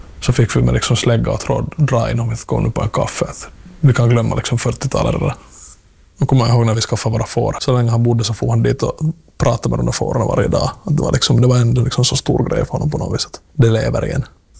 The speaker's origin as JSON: {"language": "Swedish", "town": "Helsinki", "region": "Uusimaa", "country": "Finland", "tie": "born or raised there", "moved": "as an adult", "lives_now": "Bromarv, Finland", "said": "Jag är själv född och uppvuxen i Gårdsbacka i Östra Helsingfors som är liksom fullständiga motsatsen till det här livet."}